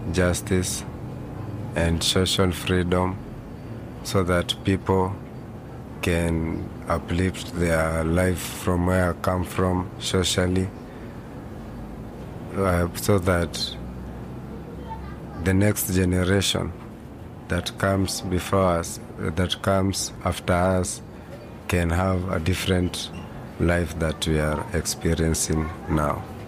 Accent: Mathare, Nairobi, Kenya; from Madare.

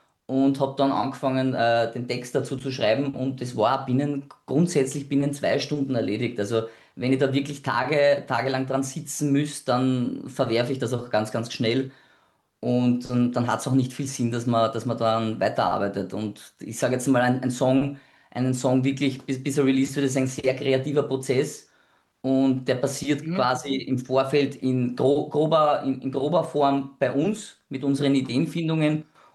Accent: Vienna, Austria; born there; accent: Viennese; also born or lived in Southern Burgenland; now in Burgenland, Austria; Und ich bin ja doch geborener Wiener und der Wiener kommt dann hier und da natürlich auch durch.

